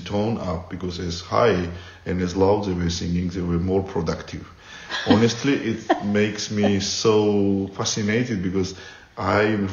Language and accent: English; Borjomi, Samtskhe-Javakheti, Georgia; English is a second language; also born or lived in Tbilisi; And then in my hometown in Borjomi, they created the boys church choir. I became a member of that choir, and when I moved into Tbilisi, well, that times I was mostly about church music and chanting